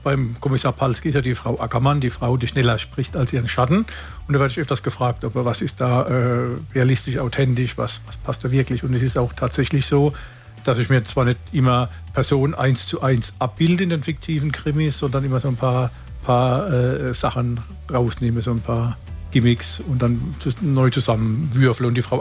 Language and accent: German; Germany; ich bin ja in der Kurpfalz oder Pfalz-Kurpfalz aufgewachsen, lebe dort, kenne die Örtlichkeiten